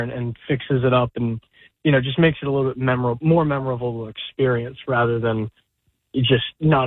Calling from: Stratford, New Jersey, United States; I'm actually from Stratford, but I live in Clementon now, ironically.

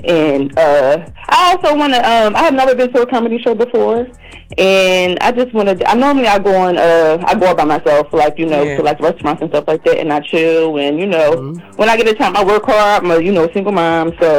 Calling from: New Jersey, United States

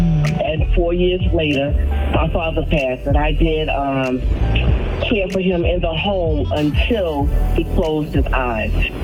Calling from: Douglasville, Georgia, United States; I'm calling from Douglasville, Georgia.

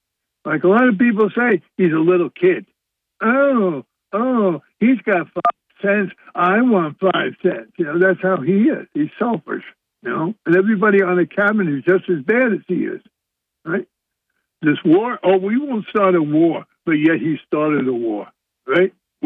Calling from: Jefferson, New York, United States; I'm calling from Jefferson, New York.

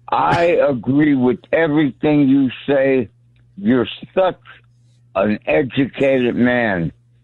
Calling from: Pennsylvania, United States; I'm your number one fan in Pennsylvania.

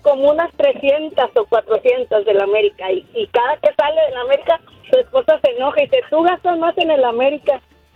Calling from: Austin, Texas, United States; hemos ido aquí a Austin

